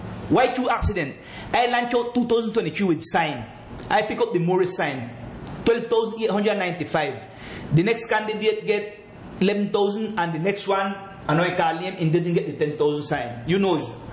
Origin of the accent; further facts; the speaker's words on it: Providence, San Andrés and Providencia, Colombia; English is a second language; say I am from Providence. My dwelling is Providence. And well, I got a house there in the mainland city, Colombia.